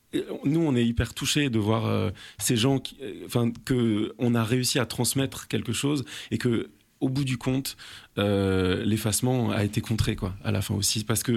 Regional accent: Dourdan, Île-de-France, France; Oui, c'est ça. C'est là d'où je viens, à la base.

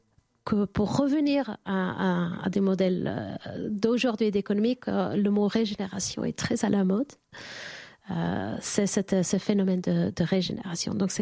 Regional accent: Netherlands; Evoqué que yo crecí en Holanda

